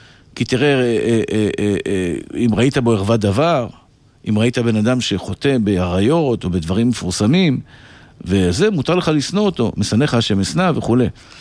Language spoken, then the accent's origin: Hebrew; Iran; שהיו, אני מספר את זה כי אני פרסי, כן?